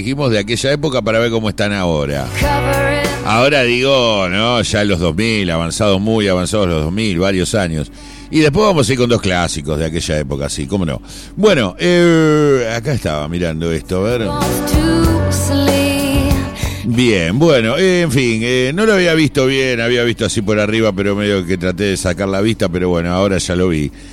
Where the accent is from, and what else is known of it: Argentina